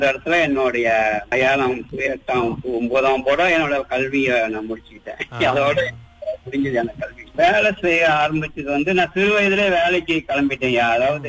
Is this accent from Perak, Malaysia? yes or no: no; Port Dickson, Negeri Sembilan, Malaysia; now in Seremban, Malaysia; என்னோட வயது வந்து இப்போது 68. இப்ப நான் பிறந்து வளர்ந்து எல்லாம் வந்து நெகிரி செம்பிலான் போட்டிக்ஸன் மாவட்டத்துல தெங்காங் தோட்டம். பொதுவாக தெங்காங் தோட்டம்னா அந்த காலத்துல போட்டிக்ஸன் வட்டாரத்துல ஒரு பிரபலமான ஒரு தோட்டம்.